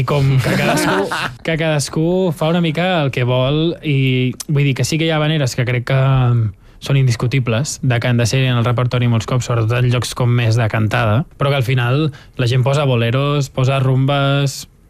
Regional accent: Premià de Mar, Catalonia, Spain; jo sóc de Premià

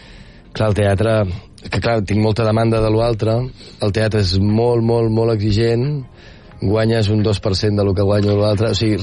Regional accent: Rupià, Catalonia, Spain; Estat de Rupià, del meu poble.

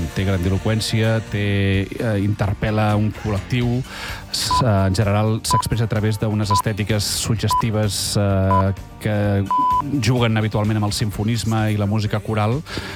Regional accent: Catalonia, Spain; com a catalans

